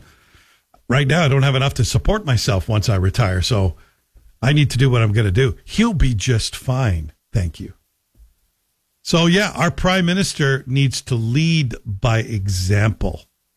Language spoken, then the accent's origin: English; Scotland, United Kingdom; Plus, I grew up there and we never really thought of ourselves as European. We thought of ourselves as Scottish or British.